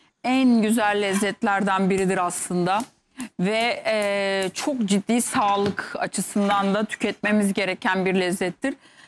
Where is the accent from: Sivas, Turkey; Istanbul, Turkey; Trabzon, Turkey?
Sivas, Turkey; Eğlenceli bir şey gelsin Sivas'ımdan.